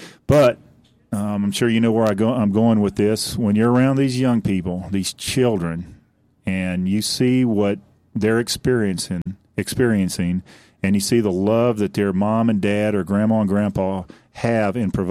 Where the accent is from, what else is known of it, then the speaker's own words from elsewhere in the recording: the South, United States; I'm from the South, as you can probably tell, and this is really nice winter weather for us.